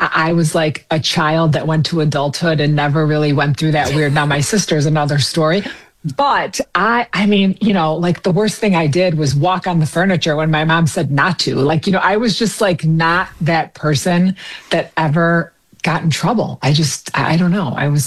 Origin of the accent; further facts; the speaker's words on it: Wheaton, Illinois, United States; born there; I was born in Wheaton, actually Winfield, Illinois is where the hospital was, but we lived in Wheaton, Illinois, which is actually right by Sandra Smith.